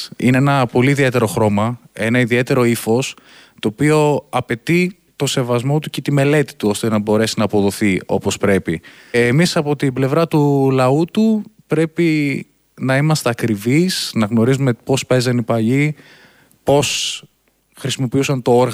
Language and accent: Greek; Larissa, Thessaly, Greece; Γεννήθηκα και μεγάλωσα στη Λάρισα, έχοντας καταγωγή από την Ορεινή Καρδίτσα, από την Αργυθέα, τη μεριά της μητέρας μου, και από τη Σικαιώνα Καρδίτσας, χαμηλά από τον πατέρα μου